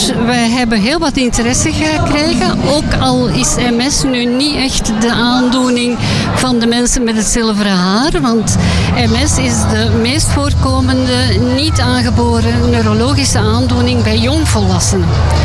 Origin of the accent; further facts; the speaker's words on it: Antwerp, Flanders, Belgium